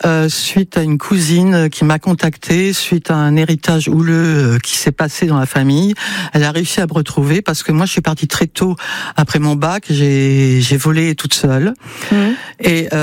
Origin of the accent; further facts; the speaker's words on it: Madagascar; born there; Moi, je suis née à Madagascar.